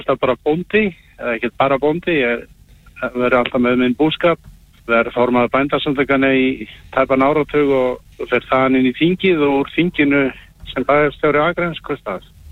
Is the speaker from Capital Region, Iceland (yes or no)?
no; Hvalfjarðarsveit, Western Region, Iceland; Þetta er mín heimasveit og ég hafði bara metnað fyrir því að fara og bjóða mig fram mína krafta í minni heimasveit